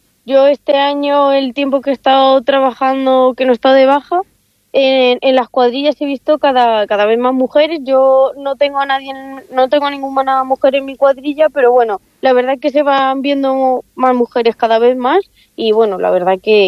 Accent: Santa Cruz de Pinares, Castile and León, Spain; Soy de un pueblecito pequeño que se llama Santa Cruz de Pinares.

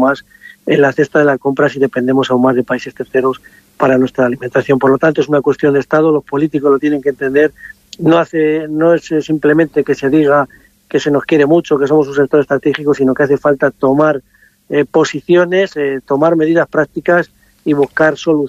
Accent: Castile and León, Spain; aquí estamos en mi pueblo, Sila Bajos.

